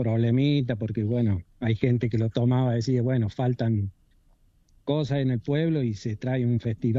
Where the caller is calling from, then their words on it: Justo Daract, San Luis, Argentina; soy puntano de acá.